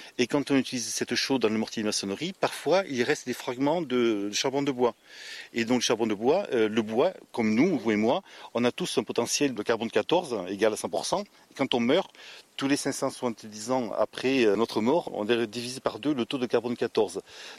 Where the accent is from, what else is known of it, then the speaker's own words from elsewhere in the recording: Vers, Occitanie, France; born there; je suis archéologue, je suis né à Vers et j'habite maintenant à Cabourret.